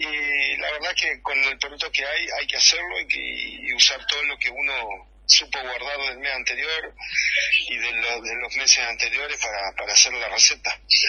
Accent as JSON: {"language": "Spanish", "region": "Entre Ríos", "country": "Argentina", "tie": "born there", "lives_now": "Misiones, Argentina", "said": "Yo no soy no soy misionero, soy entrerriano de nacimiento, así que por eso un poco mi acento. Pero yo llegué acá hace unos años"}